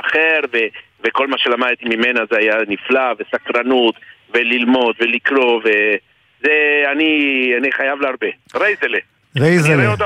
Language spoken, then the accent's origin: Hebrew; Argentina; now in Israel; שאני מאוד אוהב בתור ארגנטינאי